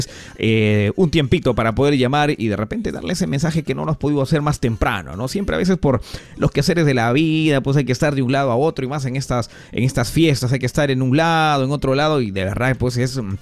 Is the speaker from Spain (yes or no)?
no; Pampán, La Libertad, Peru; moved away; yo desde muy niño, gracias a él yo conocí la radio, ¿no? Él andaba siempre con su radio, vivíamos en un pueblito que se llama Pampán, allá por la serranía, en la provincia de Julcán, en la sierra de la región La Libertad